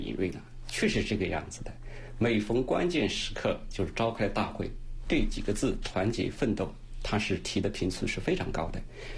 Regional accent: China

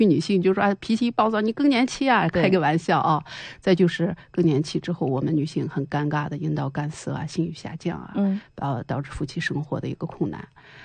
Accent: China; 我们中国人

